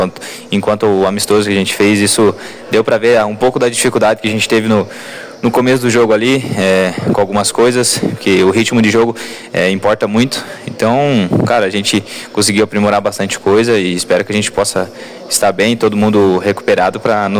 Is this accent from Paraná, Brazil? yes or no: yes; Francisco Beltrão, Paraná, Brazil; born there; Como eu sou de Francisco Beltrão, conheço a maioria das pessoas, a maioria dos torcedores, vivi dentro desse ginásio.